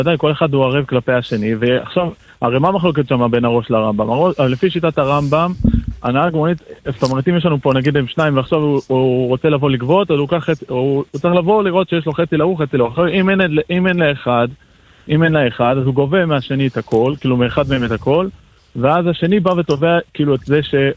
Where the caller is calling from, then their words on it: Tel Aviv, Tel Aviv District, Israel; אני מתל אביב.